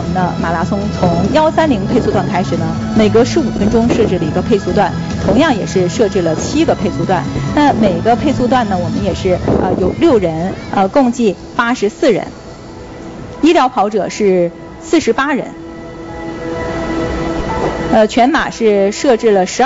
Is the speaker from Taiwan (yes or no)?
no; Northeast China, China